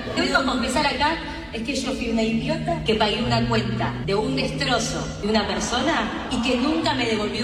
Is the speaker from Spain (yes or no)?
no; Argentina; Y yo soy una persona muy generosa como buena argentina.